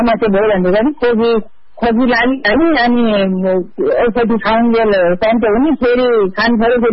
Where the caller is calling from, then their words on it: Gorkha, Gandaki Province, Nepal; म गोर्खाबाट